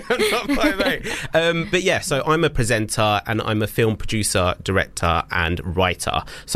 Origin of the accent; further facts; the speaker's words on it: United Kingdom; so I am British Asian, British born, Punjabi, I'm of Sikh faith